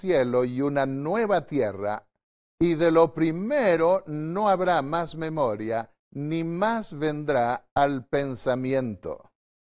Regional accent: Entre Ríos, Argentina; born there

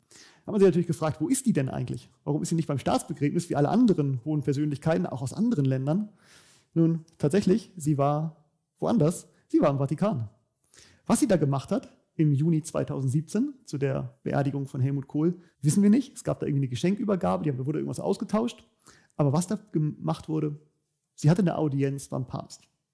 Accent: Germany

